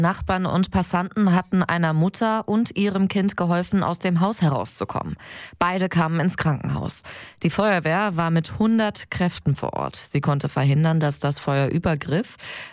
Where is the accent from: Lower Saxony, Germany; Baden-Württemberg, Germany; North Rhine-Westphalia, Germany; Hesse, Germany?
North Rhine-Westphalia, Germany; Meerbusch; ich komme ja aus Meerbusch-Langlatum.